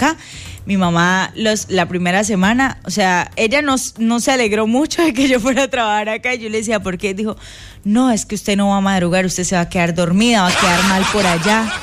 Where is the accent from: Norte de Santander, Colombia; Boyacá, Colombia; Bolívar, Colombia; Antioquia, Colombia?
Norte de Santander, Colombia; Tibú; yo soy de Tibú y hay solamente dos colegios, el público y el privado.